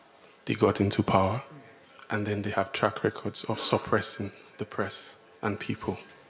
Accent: Nigeria; I'm from Nigeria.

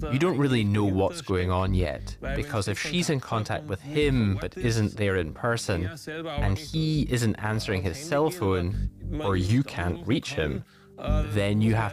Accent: Ramsau, Bavaria, Germany; I'm from Ramsau, and luckily I work in Ramsau too.

